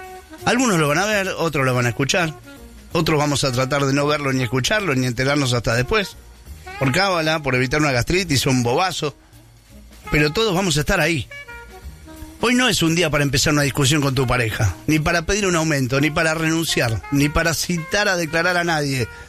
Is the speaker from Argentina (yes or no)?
yes; Argentina; Por ahora somos argentinos antes de un partido de mundial.